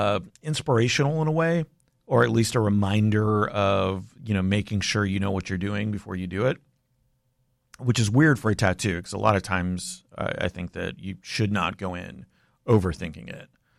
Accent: Canada; moved away; I'm Canadian

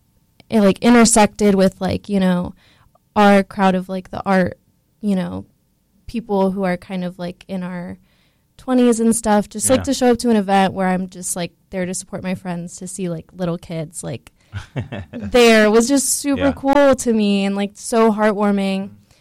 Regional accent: Orlando, Florida, United States; I love Orlando. And it hasn't always been like that for me. Like, this is my hometown.

